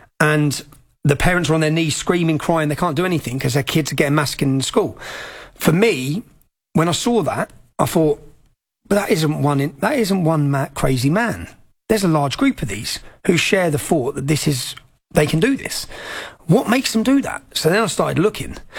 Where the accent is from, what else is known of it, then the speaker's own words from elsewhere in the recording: Luton, East of England, United Kingdom; Luton's only got 200,000 population. And so you're talking 100,000 Muslims. This has all come from my hometown.